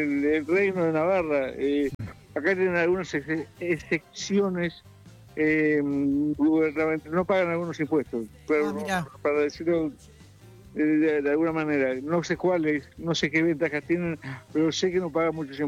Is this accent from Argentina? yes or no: yes; Argentina; now in Spain; ¿pero de dónde sos? De Argentina.